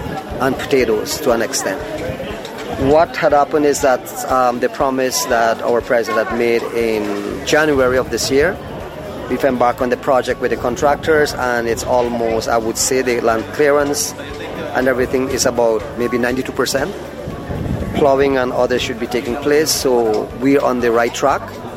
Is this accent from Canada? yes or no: no; Paramakatoi, Potaro-Siparuni, Guyana; I'm from Paramakatoi. I'm sub-region 1, Region 8.